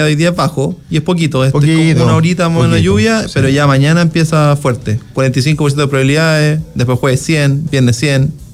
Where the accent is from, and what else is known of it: Chile